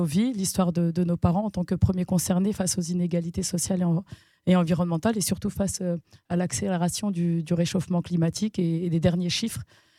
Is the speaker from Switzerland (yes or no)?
no; Cergy, Île-de-France, France; je suis une Sergissoise, j'ai grandi ici à La Croix-Petit